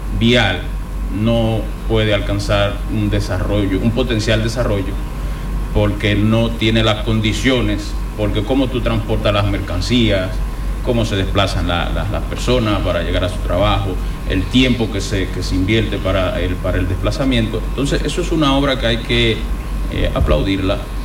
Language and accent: Spanish; Los Alcarrizos, Santo Domingo, Dominican Republic; now in Spain; aunque vivo en España, pero yo soy de los Alcarrizos.